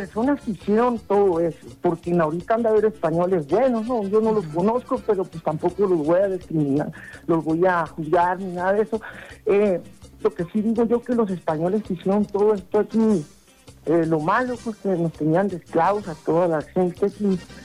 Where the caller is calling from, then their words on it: Mexico; No, nosotros somos mexicanos y decimos, yo soy mexicano y así es.